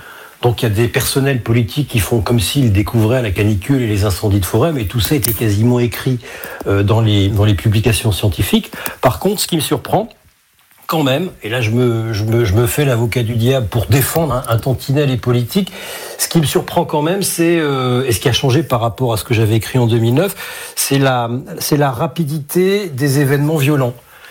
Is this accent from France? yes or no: yes; Hauts-de-France, France; chez moi dans le Nord-Pas-de-Calais, qui à 20 ans n'intéressait strictement personne